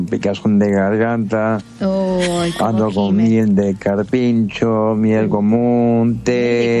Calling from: Gonnet, Buenos Aires Province, Argentina; acá de Gonet, cerca de la República de los Niños.

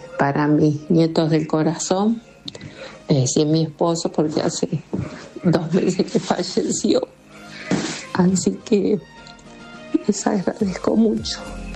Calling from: Monte Grande, Buenos Aires Province, Argentina; de Monte Grande

